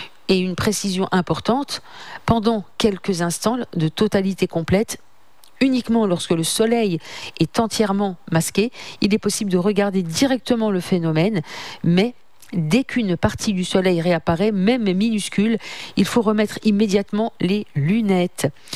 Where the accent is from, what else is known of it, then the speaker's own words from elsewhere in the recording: France; chez nous, en France, elle sera partielle